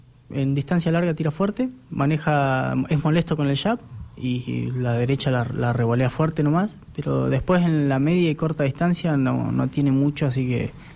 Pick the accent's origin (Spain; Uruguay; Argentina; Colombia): Argentina; Trelew, Chubut; Somos tres de Trelew